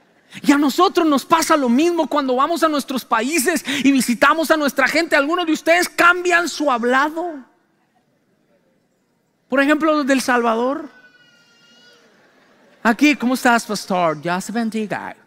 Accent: Colombia; moved away; fui a mi tierra de Colombia. Mi tierra yo no es Bogotá. Aunque todo el mundo dice, nació en Bogotá, Bogotá es la ciudad. Pero yo vengo del campo, de allá de las vacas.

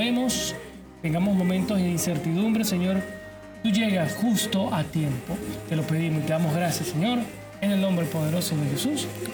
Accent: Chitré, Herrera, Panama; moved away; Allá en mi tierra, en Chitre

